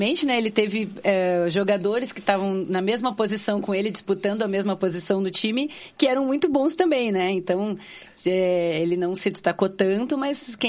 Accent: Porto Alegre, Rio Grande do Sul, Brazil; born there; moved away as an adult; now in Curitiba, Brazil; Eu sou de Porto Alegre, no Rio Grande do Sul.

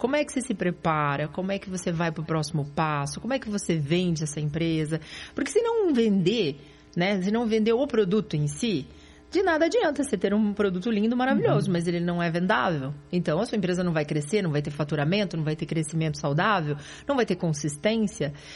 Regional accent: Paraná, Brazil; born there; O Paraná, eu sou suspeita em falar, eu adoro, sou paranaense, nasci aqui e amo esse estado.

